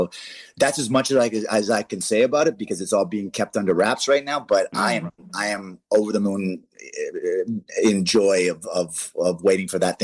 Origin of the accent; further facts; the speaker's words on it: Canada; now in United States; I'm Canadian. I love Canada. Born and raised.